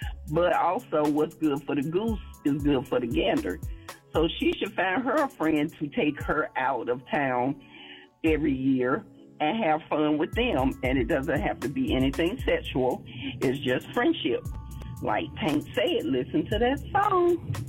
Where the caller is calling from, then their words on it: Raleigh, North Carolina, United States; I am calling from Raleigh, North Carolina.